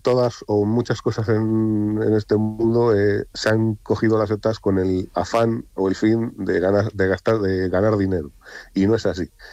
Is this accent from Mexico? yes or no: no; Montemayor de Pililla, Castile and León, Spain; de que venga gente a mi pueblo, a nuestro pueblo, a conocer nuestro pueblo.